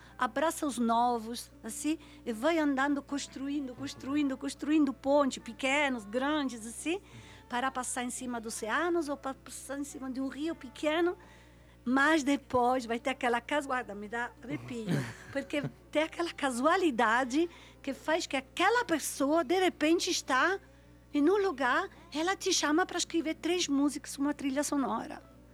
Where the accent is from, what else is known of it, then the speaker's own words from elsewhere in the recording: Pavia, Lombardy, Italy; moved away; o ponte coberto da cidade de Pavia, onde eu nasci. A minha casa está exatamente lá